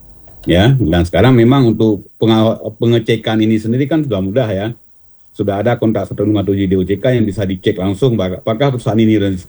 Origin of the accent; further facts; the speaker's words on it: Aceh, Indonesia; kita orang Aceh